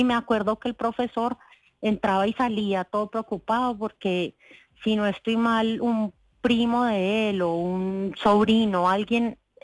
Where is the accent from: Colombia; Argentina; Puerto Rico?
Colombia; now in New York, United States; mi amiga es de Venezuela, yo soy de Colombia, y mi otro amigo de San Diego, todos éramos de otras partes, nadie era de Nueva York